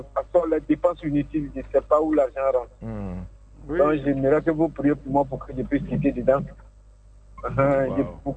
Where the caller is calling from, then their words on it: Baoulé area, Côte d’Ivoire; je suis baoulé.